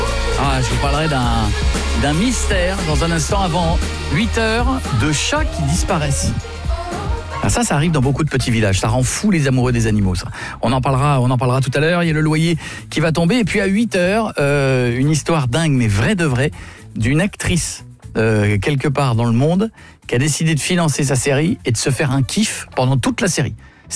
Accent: France; Ce soir, en attendant, chez nous en France, on a la nouvelle saison de Koh-Lanta.

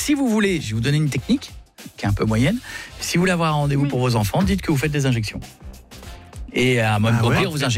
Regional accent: France; les drames que l'on a chez nous en France avec cette histoire de petite fille, etc.

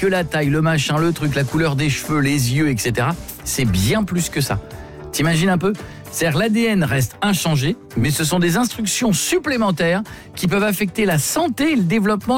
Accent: Hauts-de-France, France; Je viens de Picardie

